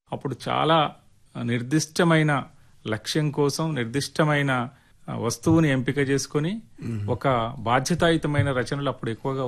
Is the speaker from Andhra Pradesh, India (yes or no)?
no; Chityal, Telangana, India; నేను 3 సంవత్సరాల వయసున్నప్పుడు మా నాన్నగారు చనిపోవడం వల్ల నేను మా సొంత ఊరు కల్లోనికుంటలో ఉండడానికి అవకాశం లేక బతుకు తెరువు కోసం మా అమ్మ నన్ను తీసుకుని చిట్యాల గ్రామానికి వలస వచ్చారు.